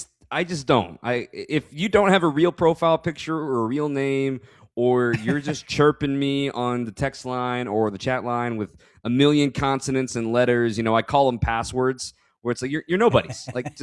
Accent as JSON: {"language": "English", "town": "Phoenix", "region": "Arizona", "country": "United States", "tie": "born or raised there", "said": "yeah, Phoenix kid. Shout out to my hometown."}